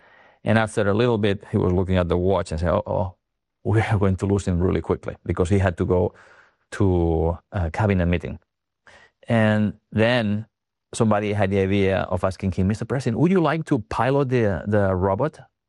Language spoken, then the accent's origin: English; Catalonia, Spain; I grew up in Catalonia, on the Costa Brava, the Mediterranean coast of Spain.